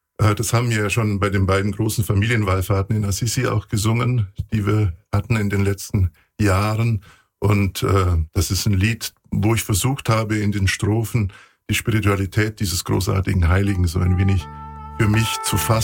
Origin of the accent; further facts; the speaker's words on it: Kempten, Bavaria, Germany; ich bin ja in einem Internat aufgewachsen in Kempten. Das war damals das bischöfliche Studienseminar.